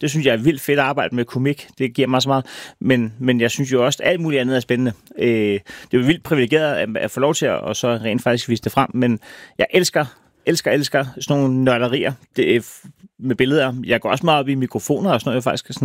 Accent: Næstved, Zealand, Denmark; jeg er fra Næstved

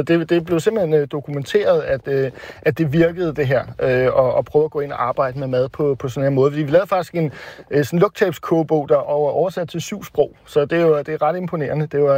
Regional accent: Måløv, Capital Region of Denmark, Denmark; nede i Måløv, hvor jeg er vokset op

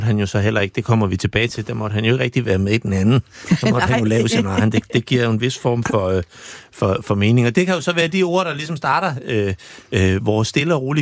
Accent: Region of Southern Denmark, Denmark; jeg er vokset op på Sydfyn. Og ja, der kunne man jo faktisk se østtysk fjernsyn.

